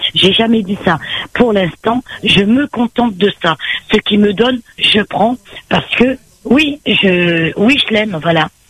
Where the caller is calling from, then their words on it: Saint-Denis, Réunion; On habite à 20 minutes. Je suis sur Saint-Denis